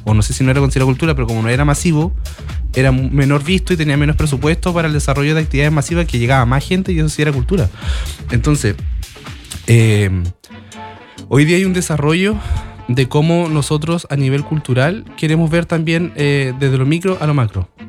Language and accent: Spanish; Castro, Los Lagos, Chile; Porque acá en Chiloé, yo soy de Castro, yo soy nacido y criado acá. Más chilote que las papas.